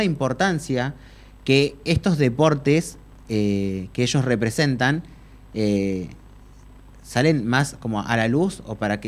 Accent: Argentina; Hoy en día nosotros como argentinos

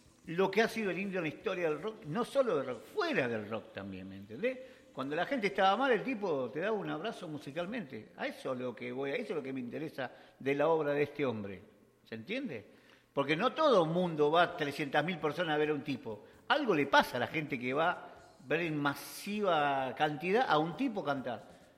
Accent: Argentina; lo digo por todo, cómo somos los argentinos

